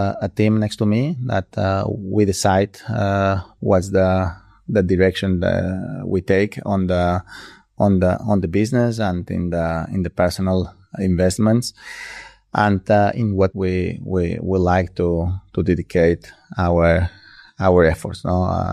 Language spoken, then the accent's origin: English; Balearic Islands, Spain